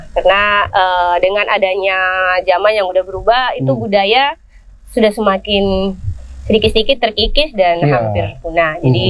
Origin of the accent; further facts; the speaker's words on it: Biak, Papua, Indonesia; motifnya dari suku kami, suku Biak.